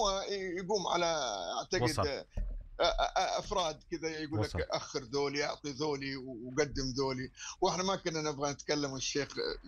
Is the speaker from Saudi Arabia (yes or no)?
yes; Saudi Arabia; هي احنا كجمهور سعودي